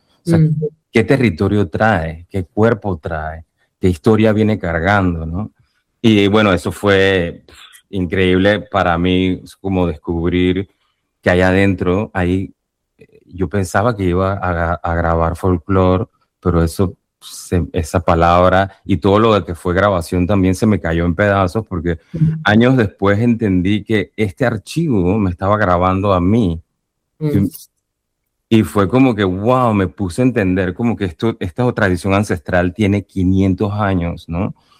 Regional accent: Panama; born or raised there

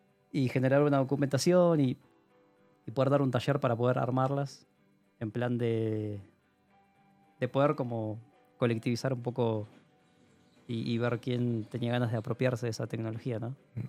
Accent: San Carlos de Bariloche, Río Negro, Argentina; born there; moved away; also born or lived in La Plata; yo vengo de San Carlos de Bariloche, que queda como al sur, pero no tan sur de Argentina. Bueno, nací ahí, después de unos años estudié en La Plata, que es ahí una ciudad universitaria. Y ahí estuve varios años, bueno, formándome

